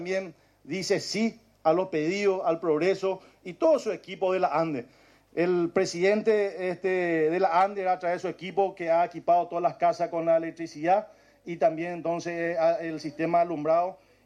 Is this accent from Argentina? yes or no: no; Paraguay; now in Caapucú, Paraguay; que también somos paraguayos